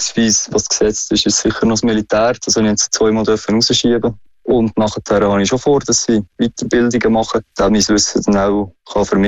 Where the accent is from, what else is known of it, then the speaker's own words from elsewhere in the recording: Switzerland; wir Schweizer